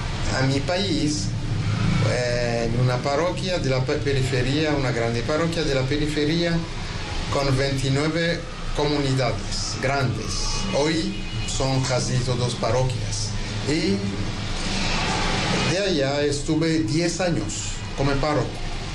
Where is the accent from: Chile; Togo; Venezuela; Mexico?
Togo; moved away as an adult; also born or lived in Congo; now in Esmeraldas, Ecuador; Yo soy del Togo, de África. Llegué acá en Ecuador hace 5 años, 4 años como párroco en San Lorenzo, 1 año en la Merced.